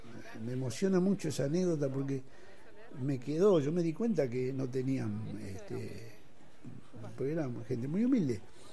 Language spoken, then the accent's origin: Spanish; Argentina; moved away as an adult; Desde el 76 que salí de Argentina, yo llegué a Perú y hasta México tuve 6 meses para llegar.